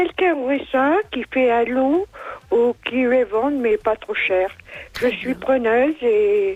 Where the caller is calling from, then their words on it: La Foa, South Province, New Caledonia; J'habite à La Poix.